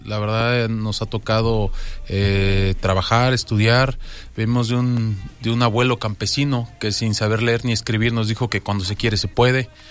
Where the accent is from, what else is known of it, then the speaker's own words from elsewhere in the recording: Xochitepec, Morelos, Mexico; born there; mi pueblo, para Xochitepec